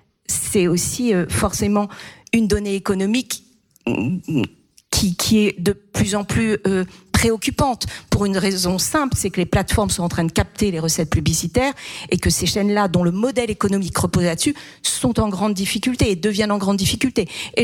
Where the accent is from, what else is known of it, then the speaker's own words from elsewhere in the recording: Brittany, France; Forcément, je suis bretonne.